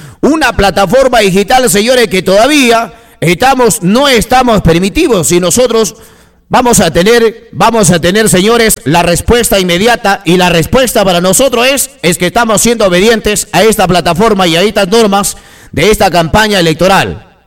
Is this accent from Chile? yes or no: no; Peru